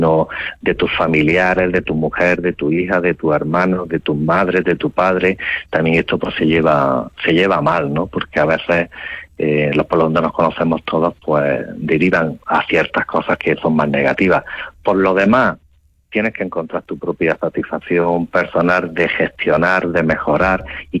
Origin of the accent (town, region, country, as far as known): Fuente Vaqueros, Andalusia, Spain